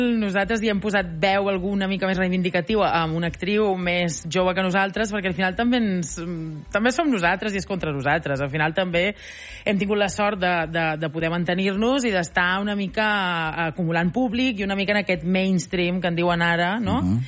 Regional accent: Balearic Islands, Spain; Soc de Mallorca, sí.

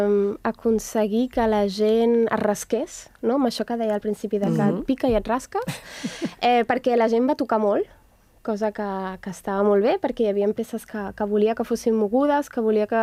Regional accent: Barcelona, Catalonia, Spain; jo sóc nascuda a Poble Sec, vaig créixer bastants anys també a Sant Antoni, per tant, vinc d'una família de classe mitjana que, per tant, no tenia piano a casa

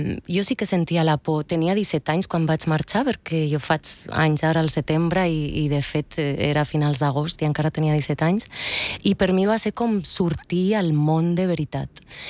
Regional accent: Bilbao, Basque Country, Spain; born or raised there

